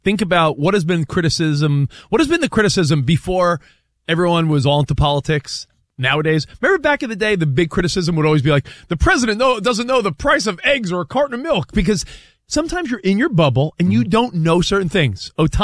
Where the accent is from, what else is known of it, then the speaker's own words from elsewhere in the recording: New York, United States; I grew up on Long Island. If you like college sports growing up on Long Island, it was rare because you had 2 pro NFL teams, 3 hockey teams.